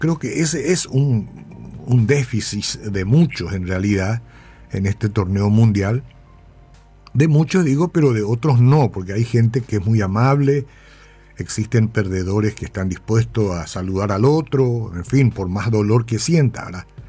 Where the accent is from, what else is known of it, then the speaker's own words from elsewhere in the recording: Paraguay; selección clasificada como nos tocó a nosotros como paraguayos participar.